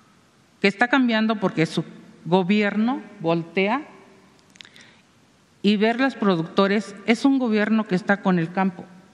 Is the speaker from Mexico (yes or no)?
yes; Maravatío, Michoacán, Mexico; vengo del oriente de Michoacán, de Marabatío, una región productora de maíz donde nuestros abuelos enseñaron a sembrarlo y hoy lo hacemos con pasión y arraigo.